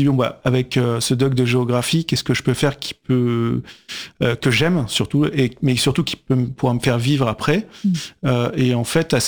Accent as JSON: {"language": "French", "town": "Paris", "region": "Île-de-France", "country": "France", "tie": "born or raised there", "said": "Ouais, c'était à Paris. Alors moi, je suis parisien. Hein, je suis parisien. C'était plutôt voilà, dans les beaux quartiers."}